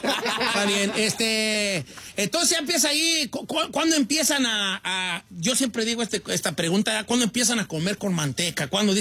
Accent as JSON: {"language": "Spanish", "region": "Guanajuato", "country": "Mexico", "said": "Yo también soy de Guanajuato."}